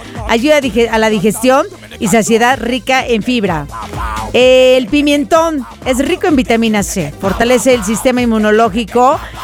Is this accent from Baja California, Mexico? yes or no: no; Mazatlán, Sinaloa, Mexico; Qué bonito es ser mexicana y ser sinaloense y mazatleca, sí señor.